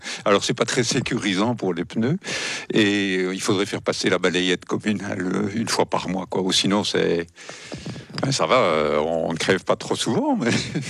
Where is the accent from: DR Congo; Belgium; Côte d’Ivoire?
Belgium; Charleroi, Wallonia; Moi, je suis de Charleroi, où le ring vélo est en train de se mettre en place